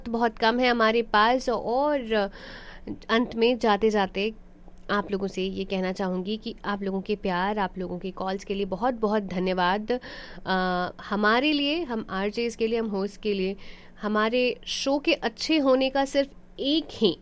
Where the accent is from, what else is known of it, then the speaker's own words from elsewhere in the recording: Bihar, India; now in United States; मैं हूँ बिहार से, तो जब भी लोगों को पता लगता है कि मैं बिहार से हूँ